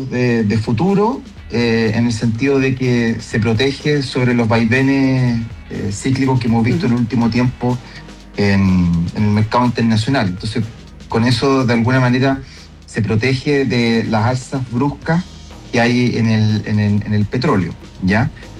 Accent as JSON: {"language": "Spanish", "country": "Chile", "said": "Entonces, al final, los chilenos somos dueños de ENAP"}